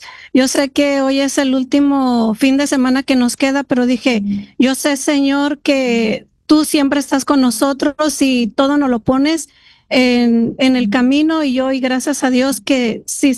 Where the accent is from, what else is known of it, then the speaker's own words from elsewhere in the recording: Chicago, Illinois, United States; now in Elmhurst, United States; Estoy aquí como a 7 minutos. Yo soy de aquí de Chicago, pero vivo aquí en el área de Elmhurst.